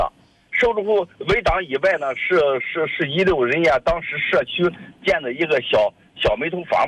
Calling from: Jinan, Shandong, China; 我济南的

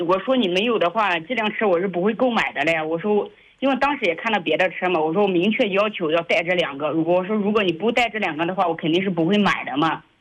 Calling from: Yunnan, China; 我是云南的朋友。

